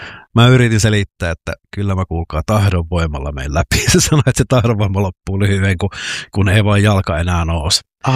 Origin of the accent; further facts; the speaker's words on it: Joensuu, North Karelia, Finland; minähän olen siis Joensuusta kotoisin ja siellä elin lukion loppuun sitten olin yhden välivuoden siellä hengailin ja sitten menin vielä armeijaan.